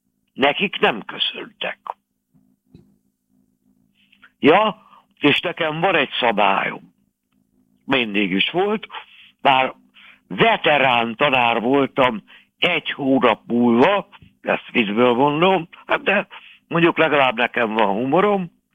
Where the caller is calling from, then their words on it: Hungary; magyar vagyok